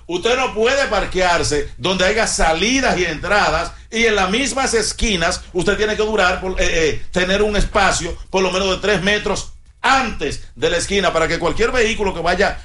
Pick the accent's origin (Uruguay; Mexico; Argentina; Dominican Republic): Dominican Republic; yo soy un ciudadano dominicano que porte una cédula